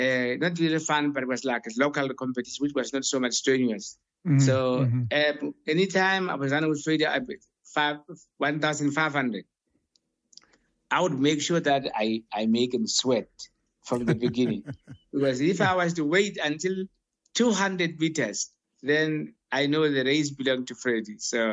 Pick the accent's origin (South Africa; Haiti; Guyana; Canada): South Africa; moved away as an adult; knowing that this is the guy that we come from South Africa together